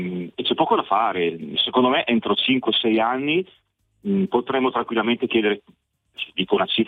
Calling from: Lombardy, Italy; Della provincia di Cremona, un piccolo paesino di Barolo del Re.

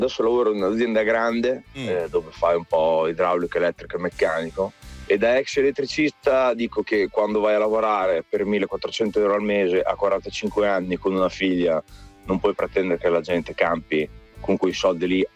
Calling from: Imola, Emilia-Romagna, Italy; da Imola.

